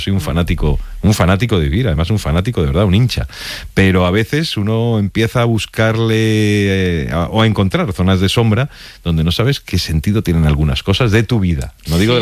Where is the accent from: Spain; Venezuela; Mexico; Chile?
Spain; mi vida como ciudadano español, con todos los derechos y obligaciones